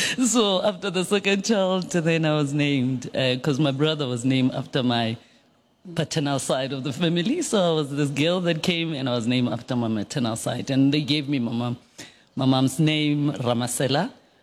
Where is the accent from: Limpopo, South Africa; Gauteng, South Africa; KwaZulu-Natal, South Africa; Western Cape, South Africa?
Gauteng, South Africa; Atteridgeville; born there; So I was born in Atteridgeville. In a very big family, my grandmother's home, we were all living there.